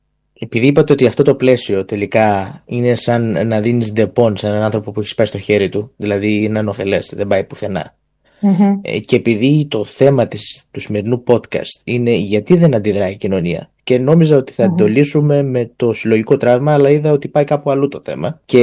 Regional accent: Western Greece, Greece; born there; Εγώ είμαι από την Ηλία

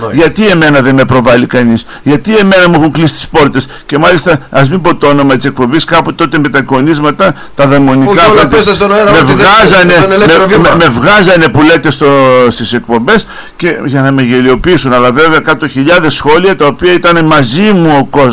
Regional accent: Greece; Εγώ είμαι Έλληνας πολίτης, γιατρός, πολύτεκνος

